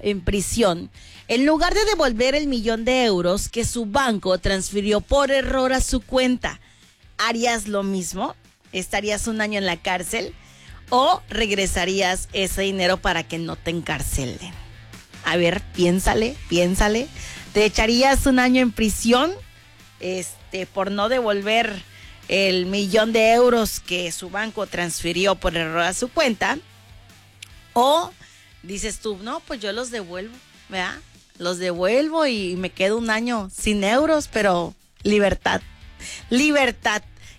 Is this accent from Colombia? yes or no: no; Mexico; Es que sabes cómo somos los mexicanos